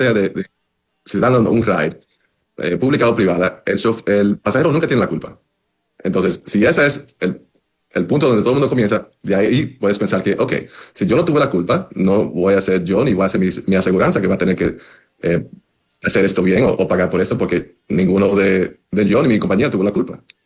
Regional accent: Dominican Republic; disculpe, que soy dominicano, entonces.

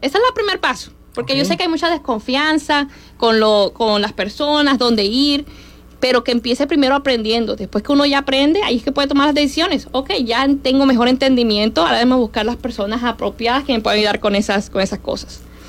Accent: Miami, Florida, United States; Yo vengo de Miami, así que acá no estoy tan segura.

